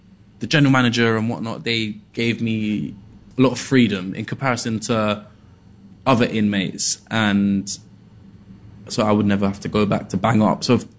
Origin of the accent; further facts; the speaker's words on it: Peckham, London, United Kingdom; but growing up in Peckham, people weren't, from my demographic, weren't really putting out YouTube videos